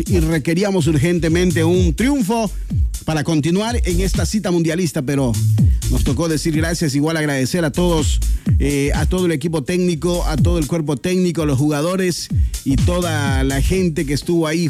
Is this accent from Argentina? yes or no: no; Ecuador; quienes somos ecuatorianos y sentimos ese bajón